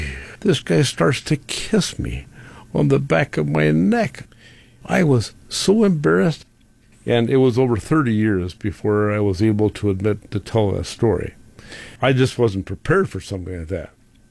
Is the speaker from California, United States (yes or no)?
no; Wisconsin, United States; I'm trying to tell this guy that I am from Wisconsin, and I have three children in our family.